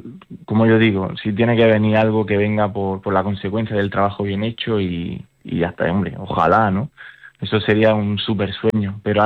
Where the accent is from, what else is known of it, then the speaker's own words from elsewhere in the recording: Motril, Andalusia, Spain; por mi tierra, por Motril